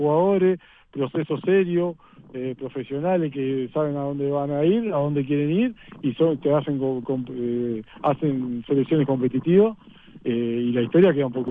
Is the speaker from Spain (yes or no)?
no; Uruguay; Nosotros como uruguayos le queremos ganar siempre.